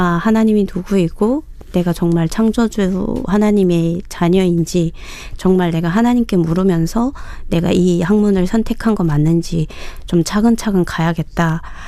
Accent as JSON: {"language": "Korean", "country": "North Korea", "tie": "born there", "said": "지금부터 감사하는 삶을 내가 살아가는 게 내가 자네로서의 도리구나를 그때 이제 느껴서 북한에서 태어난 게"}